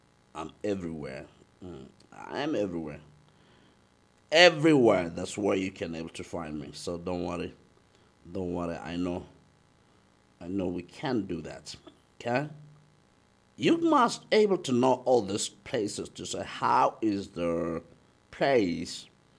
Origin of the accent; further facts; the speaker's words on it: South Africa; We are from South Africa.